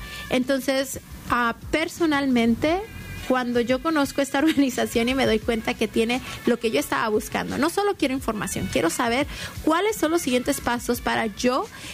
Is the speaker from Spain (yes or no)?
no; Mexico; yo soy mexicana